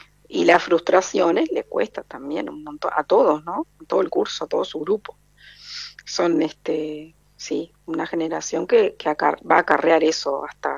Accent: Uruguay; born there; el pueblito este que yo te digo, donde yo nací, también es muy muy bonito

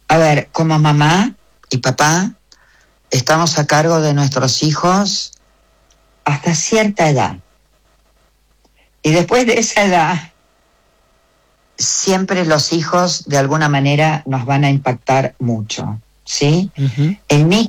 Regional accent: Argentina; Yo soy la primera argentina de una familia absolutamente europea

